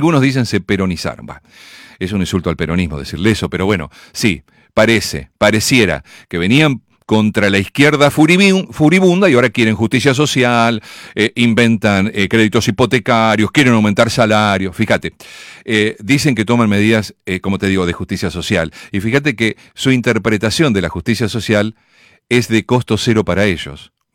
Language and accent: Spanish; Mar del Plata, Buenos Aires Province, Argentina; born there; nací en Mar del Plata.